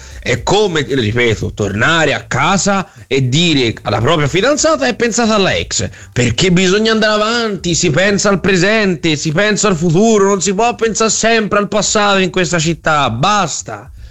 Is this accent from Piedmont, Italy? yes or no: no; Florence, Tuscany, Italy